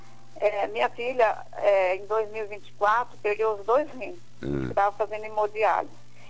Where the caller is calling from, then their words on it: Ivatuba, Paraná, Brazil; Eu falo do Paraná, município de Maringá.